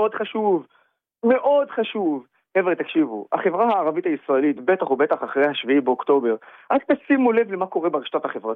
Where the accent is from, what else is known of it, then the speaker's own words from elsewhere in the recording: Nazareth, Northern District, Israel; moved away as an adult; now in Tel Aviv, Israel; אני היום בתל אביב, אבל כל חיי גדלתי בנצרת